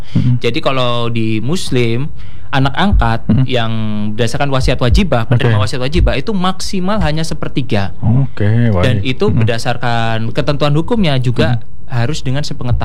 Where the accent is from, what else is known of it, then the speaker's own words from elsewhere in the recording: Java, Indonesia; saya kan kebetulan Jawa nih